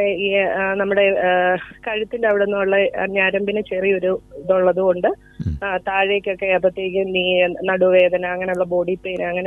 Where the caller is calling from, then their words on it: Pala, Kerala, India; ഞാൻ പാലായിൽ നിന്നാണ് വിളിക്കുന്നത്.